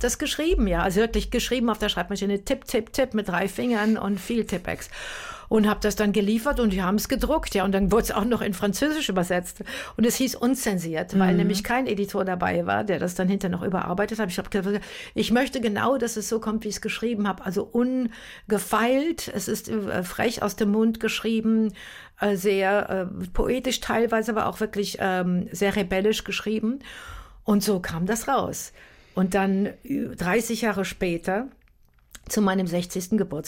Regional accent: Münster, North Rhine-Westphalia, Germany; Und wir waren in diesem Theater in Münster, meiner Heimatstadt.

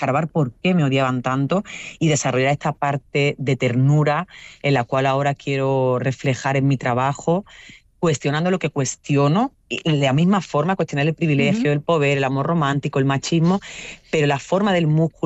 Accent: Andalusia, Spain; si yo soy blanca, pero yo soy andaluza, no soy catalana, ni soy vasca

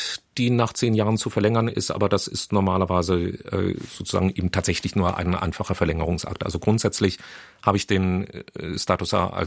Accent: Germany; Für uns als Deutsche ganz, ganz schwer vorstellbar.

